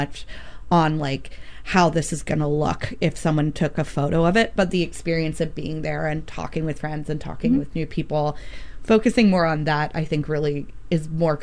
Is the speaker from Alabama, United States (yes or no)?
yes; Alabama, United States; So I grew up in the South, in Alabama